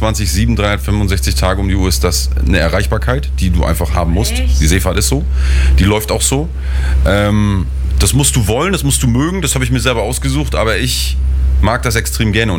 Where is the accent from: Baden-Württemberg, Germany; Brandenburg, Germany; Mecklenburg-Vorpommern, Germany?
Mecklenburg-Vorpommern, Germany; Rostock; Also Rostock ist noch mein Geburtsort. Ich habe dort als Kind schon mit 8 Jahren Seesport gemacht.